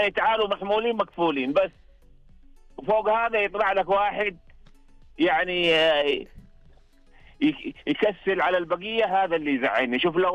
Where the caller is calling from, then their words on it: Mecca, Makkah Province, Saudi Arabia; من مكة المكرم.